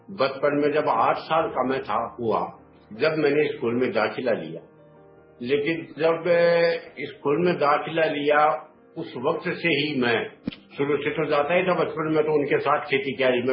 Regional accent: Ajitgarh, Rajasthan, India; मैं राजस्थान के सीकर जिले में एक कस्बा है अजीतगढ़ का रहने वाला हूँ। जाति से पारिक ब्राह्मण हूँ। मेरा बुजुर्गों का पुश्तैनी काम था खेती करने का

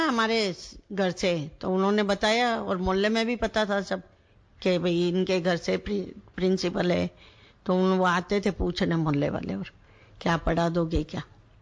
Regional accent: Rajasthan, India; moved away; मैं राजस्थान से आई हुई यहाँ अब रोड में, फिर मैं किसी को जानती नहीं थी

